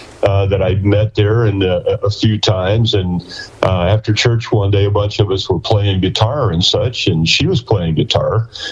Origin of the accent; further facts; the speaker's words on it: Beardstown, Illinois, United States; Well, we were both originally born and raised in Illinois. It turns out we were only about a half hour apart along the Illinois River. I was born in a town called Beardstown